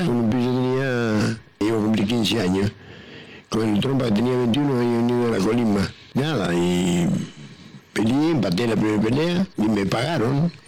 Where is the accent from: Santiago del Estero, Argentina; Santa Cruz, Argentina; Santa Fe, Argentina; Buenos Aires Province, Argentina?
Santa Cruz, Argentina; Caleta Olivia; moved away as an adult; now in Buenos Aires, Argentina; vengo de Caleta Olivia a Buenos Aires, de esta ciudad tan grande, es un monstruo grande.